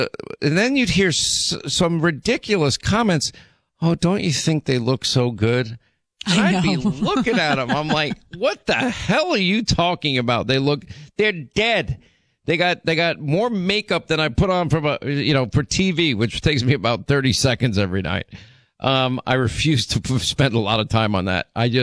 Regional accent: Ireland; I guess I'm still allowed to make fun of Irish, right? Because I'm Irish, you know, can't make fun of anyone else these days.

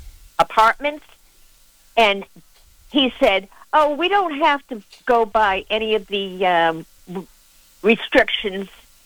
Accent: Boston, Massachusetts, United States; accent: Boston; now in Yarmouth, United States; Yes, that was my Boston accent coming out.

